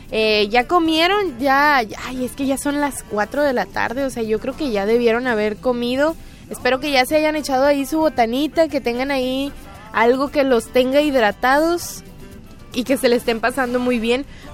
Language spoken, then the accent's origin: Spanish; Mexico; Y yo creo que esto nos representa mucho como mexicanos.